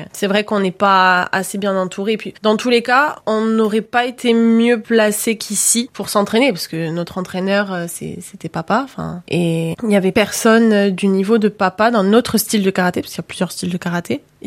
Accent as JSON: {"language": "French", "region": "Corsica", "country": "France", "said": "Quand on est corse, on doit, pour faire des compétitions, partir, prendre l'avion"}